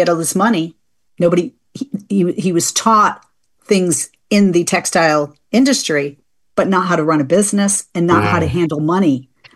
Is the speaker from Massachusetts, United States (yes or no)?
yes; Fall River, Massachusetts, United States; born there; I was born in Fall River.